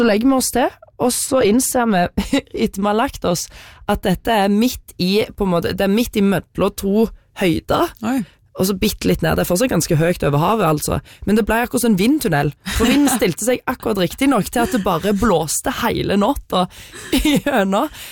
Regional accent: Gjesdal, Rogaland, Norway; Ramstorknuten i Gjesdal kommune, der jeg er fra, ja.

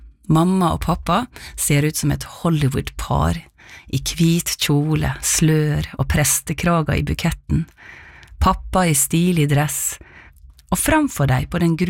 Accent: Breim, Vestland, Norway; moved away; huset står på en av nabogårdene fra der jeg vokste opp.

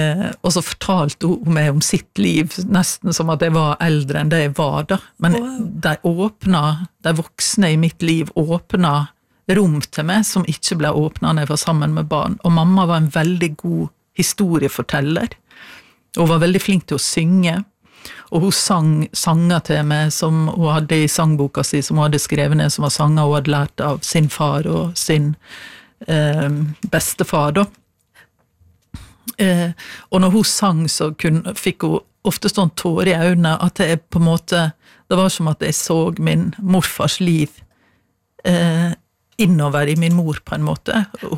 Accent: Stranda, Møre og Romsdal, Norway; stranda jo et eldorado å vokse opp I. Du har fjorden, men du også liksom Sunnmørsalpene, og det jo et massivt fjelllandskap rundt der jeg vokste opp.

